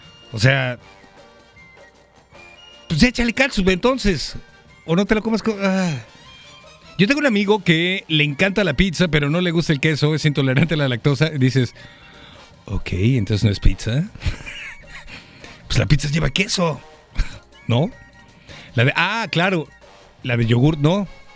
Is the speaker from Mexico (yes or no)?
yes; Mexico